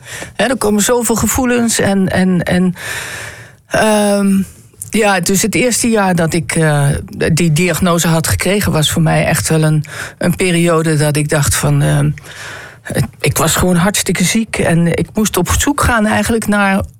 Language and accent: Dutch; Zeeland, Netherlands; born there; also born or lived in Limburg; Ja, ik ben geboren in Zeeland.